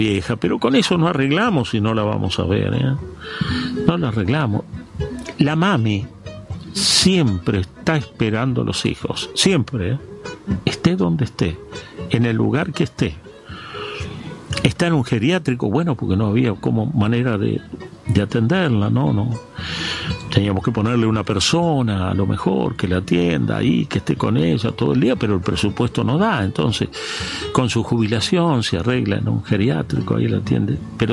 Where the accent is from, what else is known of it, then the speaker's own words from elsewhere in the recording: Argentina; los argentinos somos los argentinos